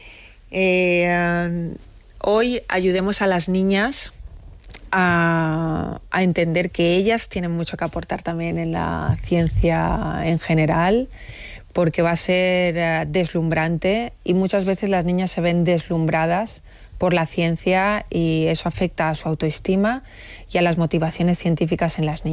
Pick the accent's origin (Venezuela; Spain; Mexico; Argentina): Spain; Valencian Community; en mi tierra, en la Comunidad Valenciana